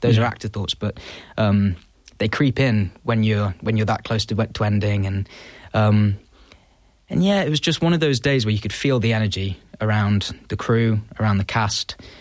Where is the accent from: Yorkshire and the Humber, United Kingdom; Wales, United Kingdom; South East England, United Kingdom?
Yorkshire and the Humber, United Kingdom; Beverly; My hometown, Beverly. We're kind of in between Beverly, Pocklington, York, in Yorkshire.